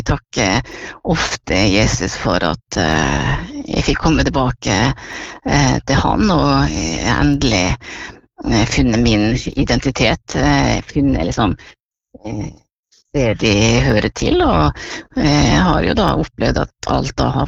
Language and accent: Norwegian; Molde, Møre og Romsdal, Norway; also born or lived in Lyngen, Nord-Troms / Tromsø; Jeg vokste jo første 4 årene i Nord-Troms i Lyngen kommune, før vi som familie flyttet da til Molde der mor med da opprinnelig fra. Så det har vært fine år, både oppe i nord og her i Molde.